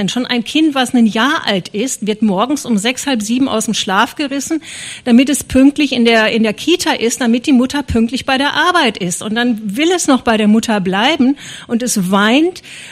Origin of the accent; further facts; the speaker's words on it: West Germany, Germany; born there; ich komme aus dem Westen, gebürtig.